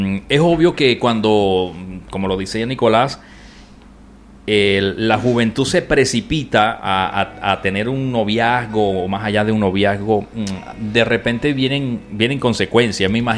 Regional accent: Venezuela; moved away; como decimos allá en Venezuela

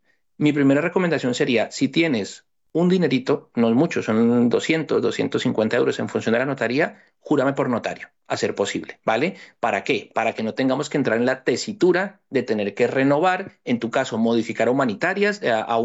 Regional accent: Colombia; moved away; los que somos de Colombia

